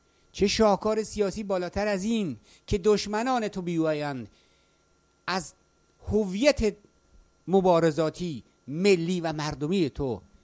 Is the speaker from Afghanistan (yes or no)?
no; Khorasan, Iran; now in Sweden; اهل خراسانم و مسلمان و فرزند ایرانم، تکرار میکنم اهل خراسانم مسلمانم فرزند ایرانم.